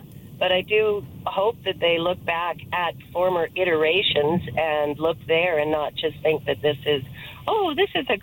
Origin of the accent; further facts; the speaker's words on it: Vancouver, British Columbia, Canada; now in Victoria, Canada; Vancouver's my hometown, although I live in Victoria now.